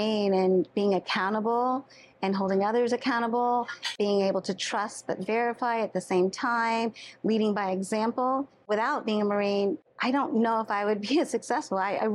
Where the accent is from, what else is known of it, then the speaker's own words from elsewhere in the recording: Philippines; Being Filipino is everything to me